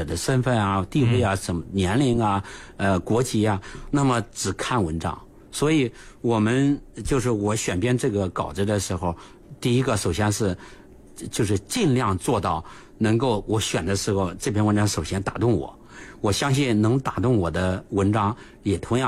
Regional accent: Henan, China; moved away; 比如说我们河南，我老家是河南，

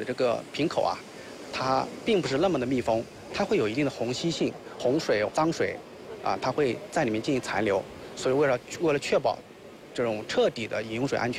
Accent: Guangxi, China; 包括我们广西这边最喜欢吃的鱼生啊

